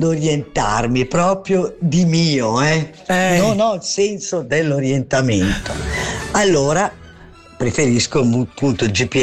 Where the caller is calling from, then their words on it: Ticino, Switzerland; sono del Locarnese